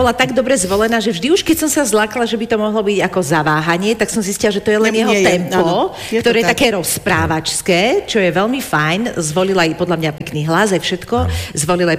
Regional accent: Lamač, Bratislava Region, Slovakia; ako sa povie u nás v Lamači

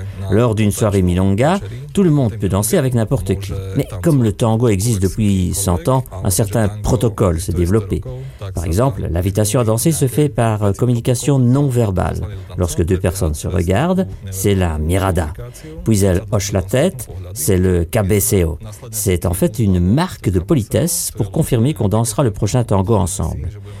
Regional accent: Bratislava, Bratislava Region, Slovakia; born or raised there; French is a second language

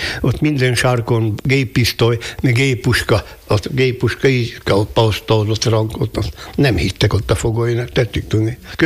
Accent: Borsod-Abaúj-Zemplén, Hungary; Hova valók vagyunk? A Tornai arra.

